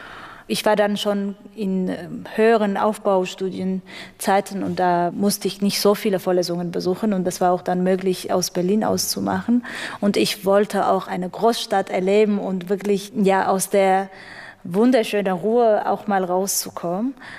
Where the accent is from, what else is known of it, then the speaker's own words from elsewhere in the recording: Armenia; Ich vermisse Armenien als mein Heimatland schon, aber eben für andere Sachen, eben für das Essen